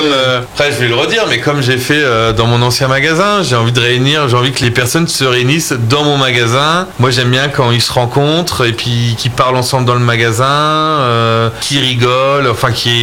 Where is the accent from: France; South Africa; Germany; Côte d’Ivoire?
France; Reims, Grand Est; ben moi je viens de Reims